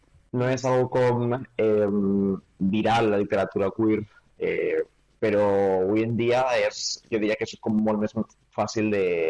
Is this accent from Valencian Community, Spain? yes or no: yes; Vila-real, Valencian Community, Spain